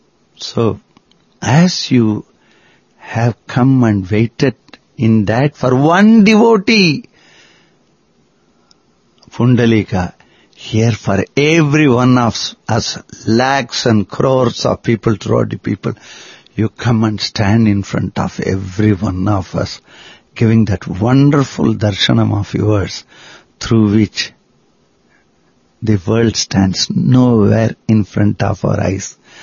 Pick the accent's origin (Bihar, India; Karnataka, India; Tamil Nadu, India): Tamil Nadu, India; my first native place is Prashantilyam, though I am from Tamil Nadu